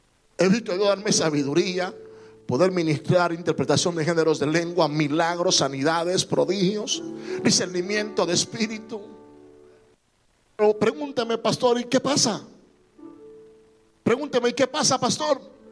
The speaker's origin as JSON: {"language": "Spanish", "country": "Dominican Republic", "tie": "born or raised there", "said": "a mis 14 años, sentado en la mesa con mi madre, en República Dominicana cocinamos algo que le llamamos moro"}